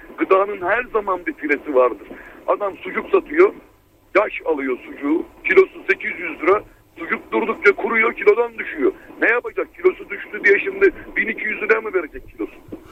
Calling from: Istanbul, Turkey; İstanbul'dan arıyorum.

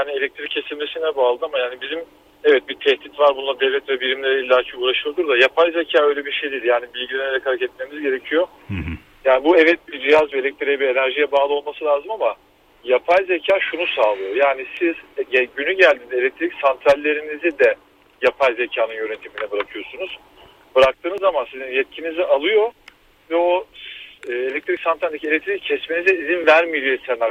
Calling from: Istanbul, Turkey; ben İstanbul'dan

